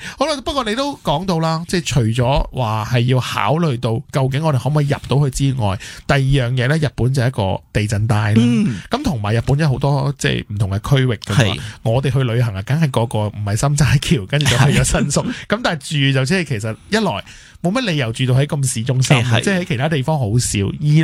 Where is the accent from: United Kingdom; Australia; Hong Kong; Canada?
Hong Kong